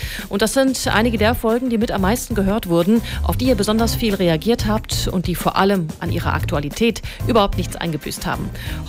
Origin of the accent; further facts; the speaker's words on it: Frankfurt, Hesse, Germany; ich komme ja aus Frankfurt